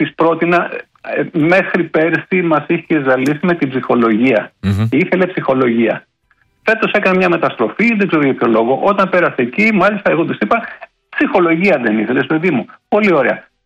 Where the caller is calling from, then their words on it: Kalamata, Peloponnese, Greece; Δημήτρη, εγώ δεν σε παίρνω από την Αθήνα. Είμαι από την Καλαμάτα.